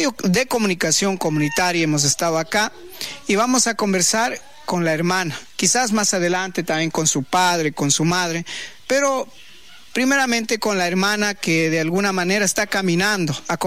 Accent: Ecuador; juntos como ecuatorianos salimos adelante.

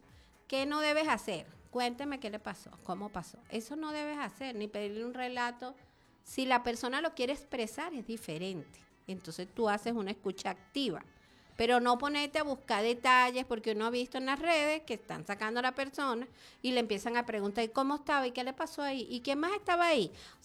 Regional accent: Venezuela; como somos los venezolanos

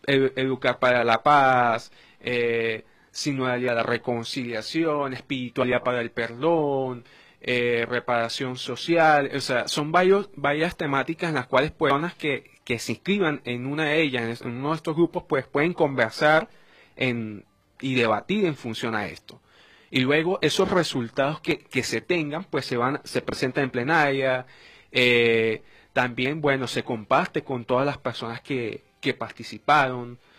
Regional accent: Venezuela; somos venezolanos.

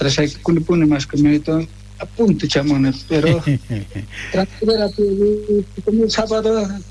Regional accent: Independencia, Cochabamba, Bolivia; moved away; mi pueblo, provincia de Upaya, municipio de Independencia, distrito, Chuchilpapampa

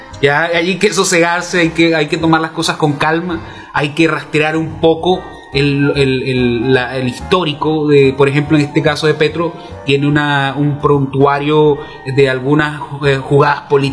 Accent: Venezuela; moved away as an adult; also born or lived in Zulia, Venezuela (studied at university)

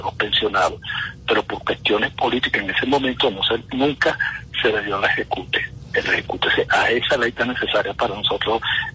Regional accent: Venezuela; ver si de una vez por todas podemos solucionar nuestro problema político y reencontrarnos como país, como venezolanos

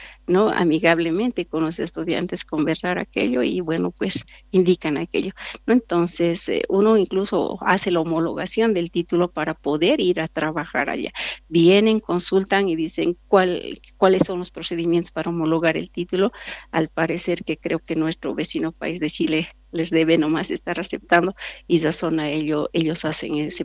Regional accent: Bolivia; para todos los bolivianos que somos de Bolivia.

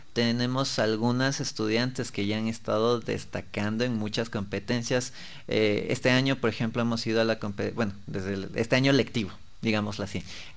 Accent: Ecuador; nuestro país

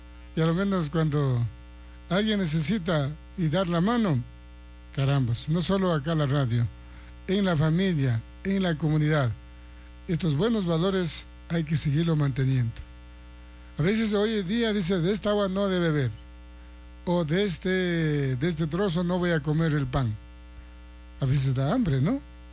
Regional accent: Ecuador; Yo soy de Cumbijín, por ejemplo. No me avergüenzo, soy del campo.

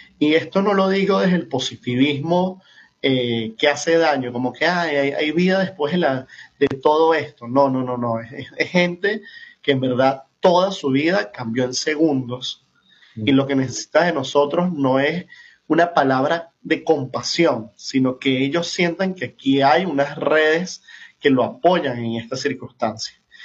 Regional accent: Venezuela; seguíamos vivos también como venezolanos.

